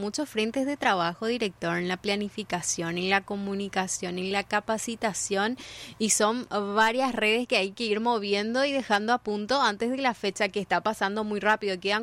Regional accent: Paraguay; somos los paraguayos

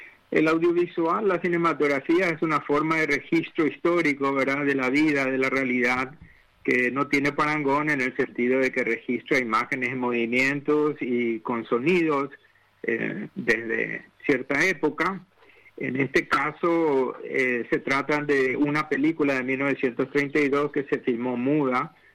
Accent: Paraguay; nos identifica muy bien como paraguayos

